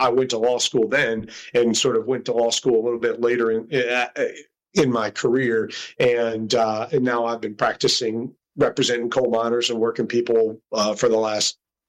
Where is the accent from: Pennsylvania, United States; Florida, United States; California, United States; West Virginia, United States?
West Virginia, United States; Morgantown; born there; Well, I started off, I was born in Morgantown, and my mom's from Greenbrier County, more far southern, Nicholas Greenbrier areas. My dad's from up in Altoona, PA, railroad country. And they met up around Morgantown, so that's where I came into the picture.